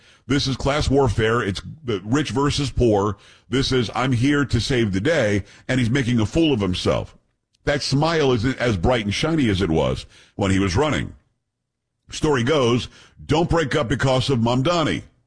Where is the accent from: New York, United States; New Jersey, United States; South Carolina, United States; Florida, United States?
New York, United States; Copiague; also born or lived in Amityville; being a Metro New Yorker originally. I'm from Long Island. I was born in Amityville. Copeg is my hometown. As the crow flies, probably 20 minutes to New York City.